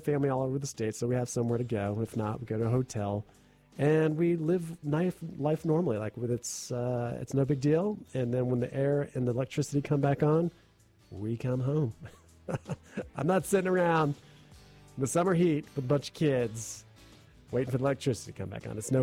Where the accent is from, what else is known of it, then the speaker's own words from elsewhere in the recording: Tampa, Florida, United States; I was born and raised right here in Florida, Tampa, since 1986. We moved here because my dad started this radio station.